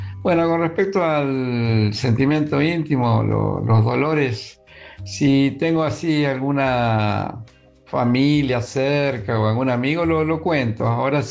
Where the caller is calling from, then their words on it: Santa Catarina, Brazil; del estado de Santa Catarina, Brasil.